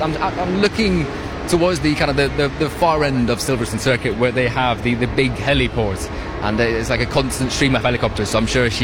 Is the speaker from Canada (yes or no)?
no; Romania; now in Northamptonshire, United Kingdom; growing up in Romania